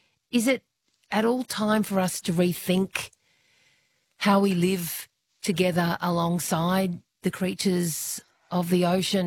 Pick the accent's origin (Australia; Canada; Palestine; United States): Australia; Queensland; But I come from Queensland, and if anyone that knows far north Queensland, or indeed the Top End